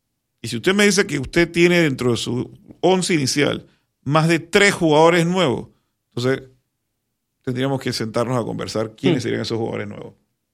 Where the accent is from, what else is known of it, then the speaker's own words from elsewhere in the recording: Panama; nosotros mismos como panameños